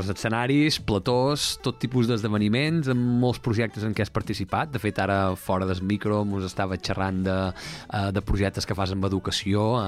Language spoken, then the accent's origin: Catalan; Menorca, Balearic Islands, Spain